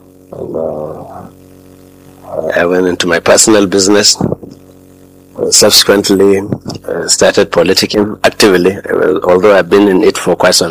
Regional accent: Gitel, Bauchi, Nigeria; born there; born on the 18th of December 1961, almost 62 years ago. And I was born in Gitel, a village in Bula district of Tafawalo local government area.

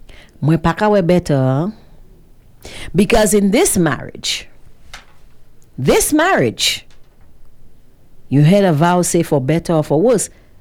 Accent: Castries, St. Lucia; born there; now in Castries, Saint Lucia; while I live now in Castries Southeast, I was born in Castries South.

